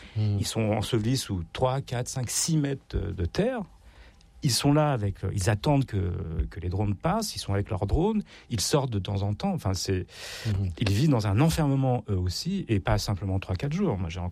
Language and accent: French; France; Vous avez vu ce que ça a fait chez nous en France, les cours en ligne.